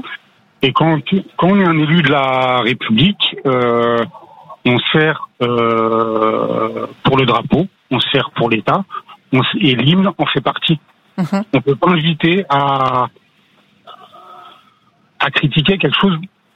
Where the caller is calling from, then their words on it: Colmar, Grand Est, France; J'appelle de Colmar.